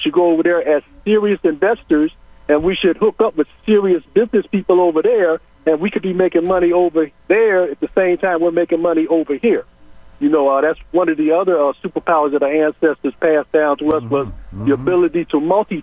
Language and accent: English; Philadelphia, Pennsylvania, United States; I was born in Philly. My parents lived on Saybrook Avenue